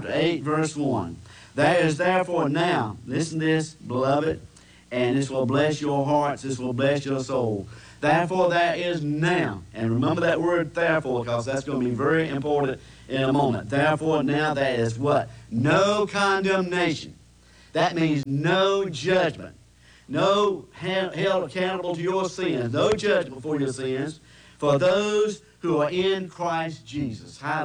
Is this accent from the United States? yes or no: yes; Henderson, United States; I said, I'm from Henderson, and I said, if it's possible, I would sure like to come by your home and visit with you for a while.